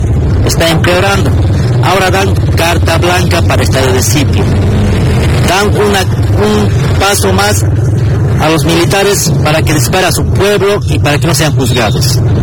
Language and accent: Spanish; Bolivia